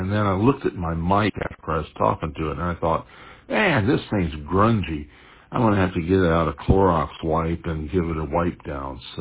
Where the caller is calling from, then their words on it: Bowling Green, Ohio, United States; I'm in Bowling Green, Ohio, which is about 20 miles south of Toledo.